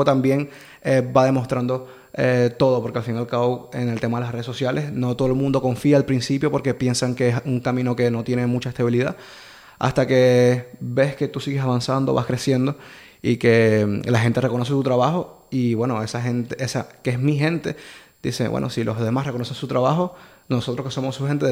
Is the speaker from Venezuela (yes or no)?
yes; Venezuela; now in Gran Canaria, Spain; soy venezolano, pero ya siento que soy parte también de las Islas Canarias.